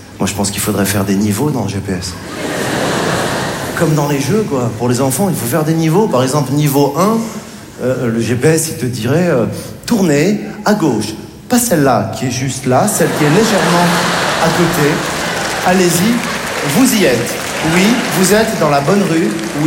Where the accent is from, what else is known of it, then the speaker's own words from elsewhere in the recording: Morocco; born there; Je suis né au Maroc